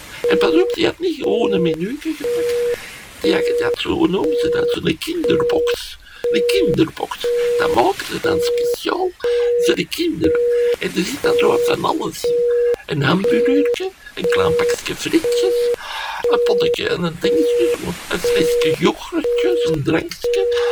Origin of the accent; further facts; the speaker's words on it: Belgium; als Belg moet je maar geen slechte frietjes serveren.